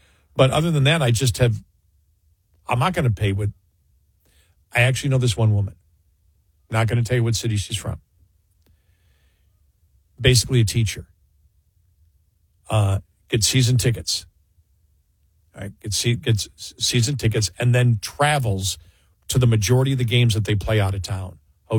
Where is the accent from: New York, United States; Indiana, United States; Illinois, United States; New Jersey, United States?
New York, United States; Buffalo; born or raised there